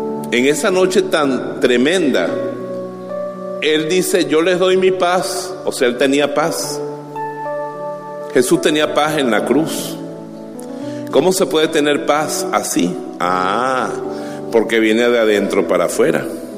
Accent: Bejuma, Carabobo, Venezuela; Cuando yo estaba pequeño, un día fuimos a la hacienda Santa María que quedaba frente a mi pueblo en Bejuma.

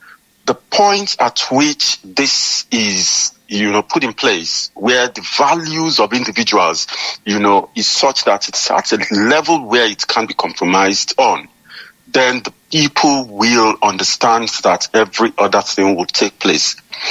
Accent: Nigeria; now in United Kingdom; ringing from the UK. I listen to you with so much interest this morning and nostalgia, because before I left Nigeria to the UK, I was an ardent listener of your program, The State Affairs.

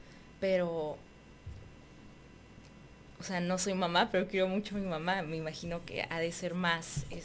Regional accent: Mexico; porque todos somos mexicanos

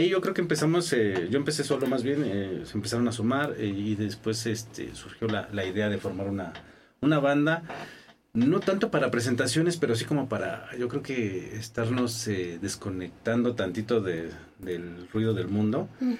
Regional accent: Nezahualcóyotl, State of Mexico, Mexico; venimos de Nesa.

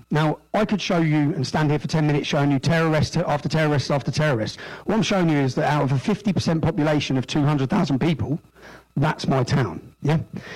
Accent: Luton, East of England, United Kingdom; That's my hometown, the town I love, the town I've seen change.

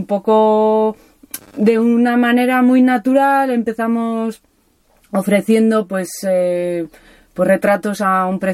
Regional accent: Tolosa, Basque Country, Spain; moved away; also born or lived in Barcelona; Yo soy de Tolosa.

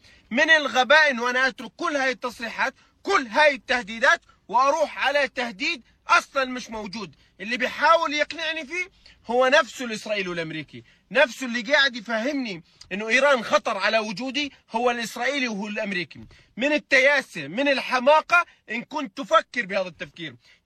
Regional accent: Jordan; انا كاردني

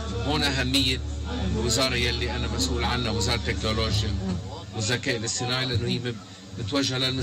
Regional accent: Lebanon

